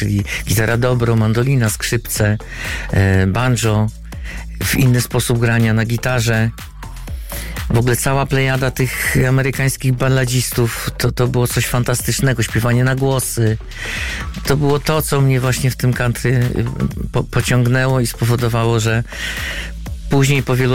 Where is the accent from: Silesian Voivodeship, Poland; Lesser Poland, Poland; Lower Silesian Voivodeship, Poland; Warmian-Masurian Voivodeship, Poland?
Warmian-Masurian Voivodeship, Poland; Węgorzewo; born there; bo ja się urodziłem w ogóle w Węgorzewie, miałem tam sporo też znajomych